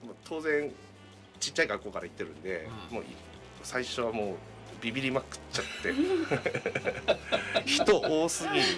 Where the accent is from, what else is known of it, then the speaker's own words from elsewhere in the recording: Ninohe, Iwate, Japan; also born or lived in Sendai; 仙台で生まれてすぐこっち来たらしいんですよ、二戸に戻ってきて、まあ、生まれだけ仙台で育ちはもうこっちです。